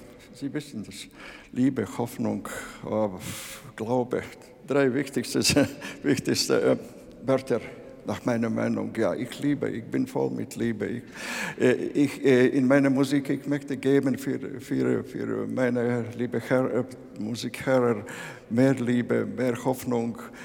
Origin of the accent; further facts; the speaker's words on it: Aizpute, Kurzeme, Latvia; born there; German is a second language; in meinem Geburtsort in Lettland ein kleines Städtchen Aizputte